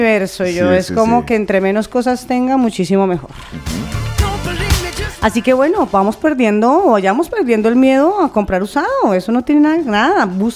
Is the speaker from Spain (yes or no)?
yes; Madrid, Community of Madrid, Spain; moved away; Yo, por ejemplo, tengo grupos de WhatsApp, como vengo de Madrid.